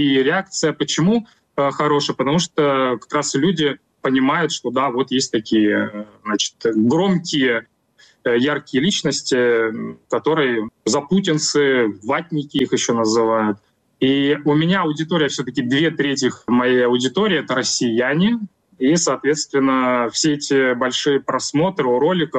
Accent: Russia; moved away; Не надо обобщать россиян, потому что я сам россиянин, и я до 25 года жил в России.

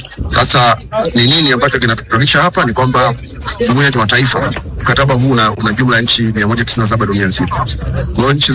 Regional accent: Tanzania; ya mimi ni Mtanzania.

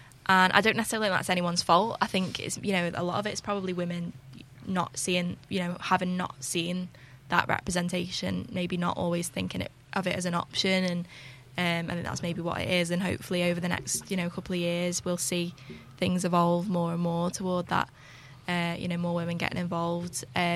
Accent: Widnes, North West England, United Kingdom; So I'm from Widnes.

